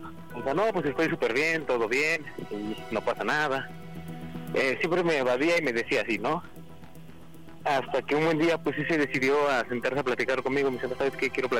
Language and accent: Spanish; Mexico City, Mexico; born there; now in Veracruz, Mexico; Bueno, soy nativo de la Ciudad de México, pero ando viviendo por acá.